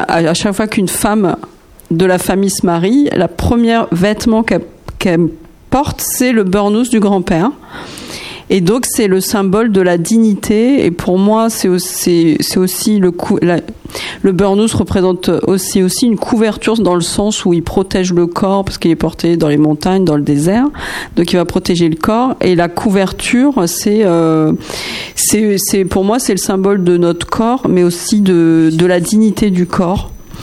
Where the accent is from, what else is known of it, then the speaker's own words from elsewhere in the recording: Algeria; chez nous en Algérie